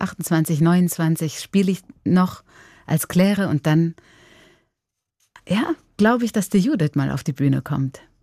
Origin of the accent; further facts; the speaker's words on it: Germany; now in Kollbrunn, Switzerland; Ich bin eine Deutsche und ich wohne in Kolbrunn.